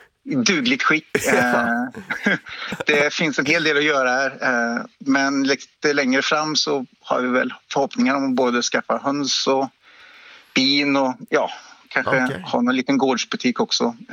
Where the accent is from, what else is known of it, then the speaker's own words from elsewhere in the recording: Arvika, Värmland, Sweden; Ja, jag kommer från Arvika i Värmland från början.